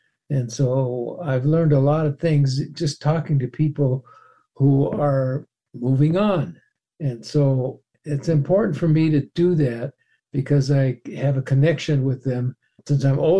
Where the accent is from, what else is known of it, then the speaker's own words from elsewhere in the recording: Minneapolis, Minnesota, United States; moved away as an adult; now in Gunnison, United States; I'm going to be 84 years old in April, and I live in Gunnison, Colorado. I'm from Minnesota, Minneapolis and St. Paul, went to the University of Minnesota.